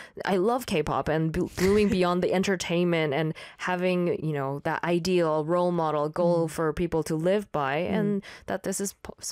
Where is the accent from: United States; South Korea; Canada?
South Korea; Ulsan; I actually am from Ulsan originally. I grew up in Ulsan.